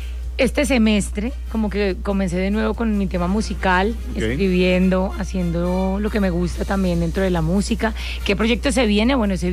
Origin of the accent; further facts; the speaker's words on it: Caribbean Region, Colombia; soy costeña